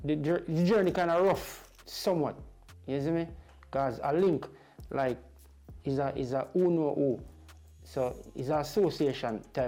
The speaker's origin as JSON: {"language": "English", "region": "Kingston", "country": "Jamaica", "said": "Well, I'm from Waterhouse first and foremost, so music is widely populated in Waterhouse."}